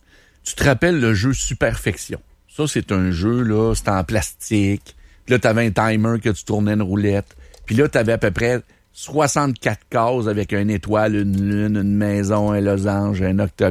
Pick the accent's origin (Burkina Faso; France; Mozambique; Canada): Canada; Quebec; en tant que Québécois